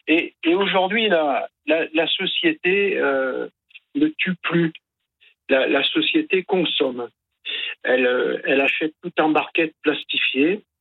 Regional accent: Le Puy-en-Velay, Auvergne-Rhône-Alpes, France; Moi, je suis du Puy-en-Velay, en Haute-Loire

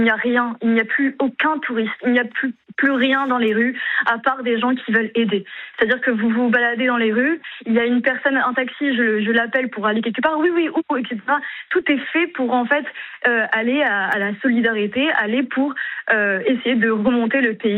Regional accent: France; now in Paris, France; Je suis française, être juive dans le privé.

